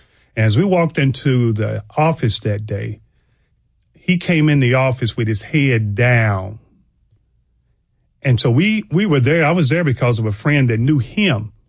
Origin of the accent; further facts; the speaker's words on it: Knoxville, Tennessee, United States; I was raised in Knoxville, Tennessee.